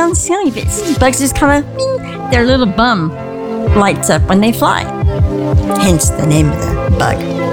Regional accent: California, United States; moved away as an adult; also born or lived in Oregon / Albany, New York / Seattle; now in Phoenix, United States; In Oregon and growing up in California, didn't see anything like that. But when I moved to Albany, New York as an adult on the West East Coast

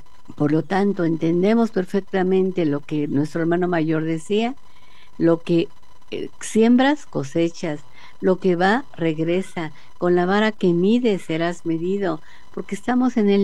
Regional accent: Mexico; el infierno que estamos viviendo como mexicanos

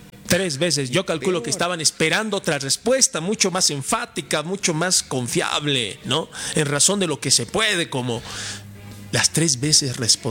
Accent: La Paz, Bolivia; no nos merecemos esto como paceños.

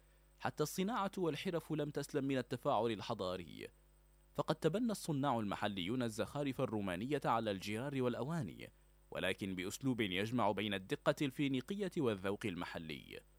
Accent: Libya; على أرض بلادنا ليبيا

